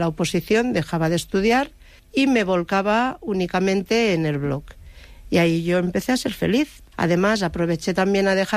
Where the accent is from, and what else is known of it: Lleida, Catalonia, Spain